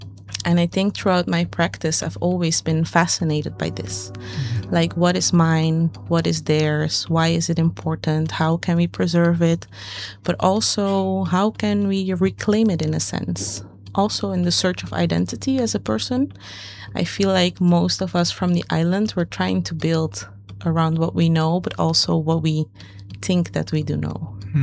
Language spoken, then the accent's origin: English; Netherlands; also born or lived in Curaçao; especially growing up in the Netherlands.